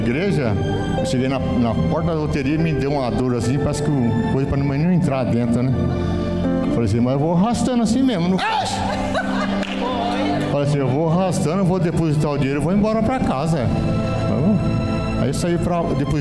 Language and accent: Portuguese; Curitiba, Paraná, Brazil; Sou lá de Curitiba, mas eu vim aqui com todo prazer, irmão.